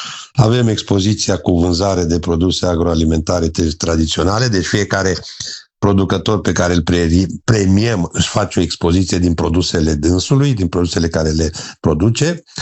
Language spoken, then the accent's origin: Romanian; Blaj, Alba County, Romania; municipiul nostru are doar 20.000 de locuitori, nu suntem foarte mari.